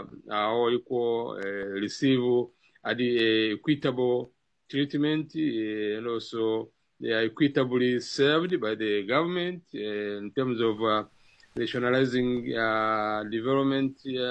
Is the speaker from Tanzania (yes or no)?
yes; Tanzania; I'm speaking from Tanzania, and I'm a Tanzanian, and I started hearing about Mwalimu Nyerere when I was 7, 1967